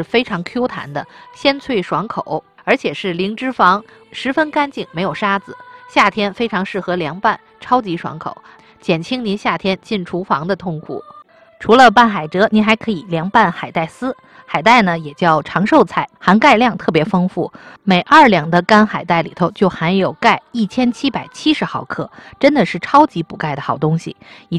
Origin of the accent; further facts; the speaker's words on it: Tianjin, China; 咱们天津人